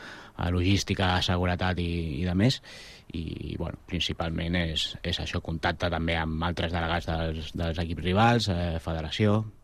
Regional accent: Sabadell, Catalonia, Spain; la gent que som de Sabadell, del Sabadell

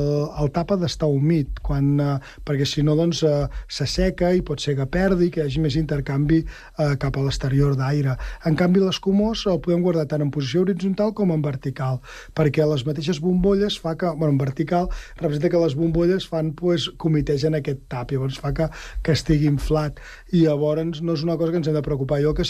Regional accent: Catalonia, Spain; com que som del Penedès

